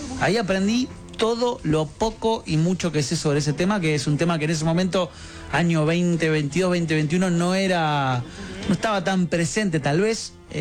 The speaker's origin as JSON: {"language": "Spanish", "country": "Argentina"}